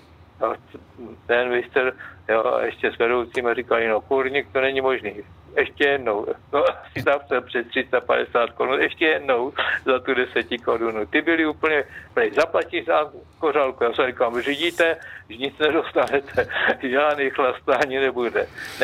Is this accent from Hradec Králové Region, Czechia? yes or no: yes; Kostelec nad Orlicí, Hradec Králové Region, Czechia; to já jsem z Kostelce, to je na Zorlici